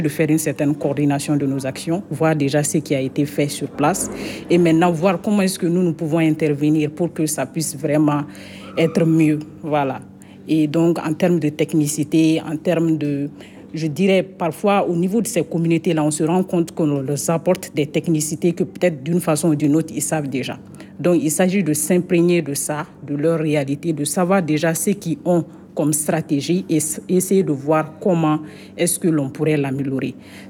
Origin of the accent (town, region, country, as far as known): Mali